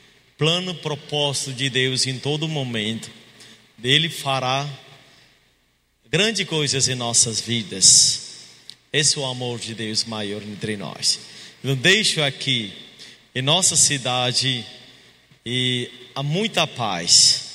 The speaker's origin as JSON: {"language": "Portuguese", "country": "India", "moved": "as an adult", "lives_now": "Campo Grande, Brazil", "said": "Eu sou indiano, missionários."}